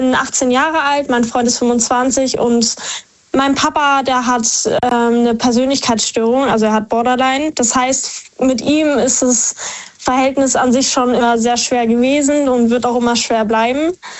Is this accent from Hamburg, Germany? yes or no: no; Heidelberg, Baden-Württemberg, Germany; Ich komme aus Heidelberg.